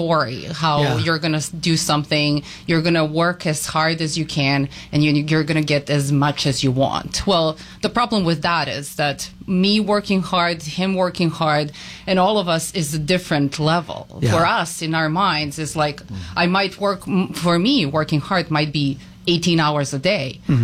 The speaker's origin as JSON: {"language": "English", "country": "Serbia", "tie": "born or raised there", "second_language": "English", "moved": "yes", "lives_now": "Simi Valley, United States", "said": "So I was raised in Serbia."}